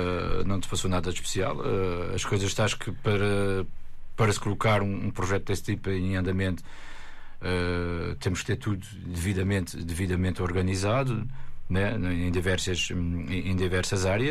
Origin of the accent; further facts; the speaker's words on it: Azores, Portugal; Cresci no, na zona do aeroporto, cresci no Clubana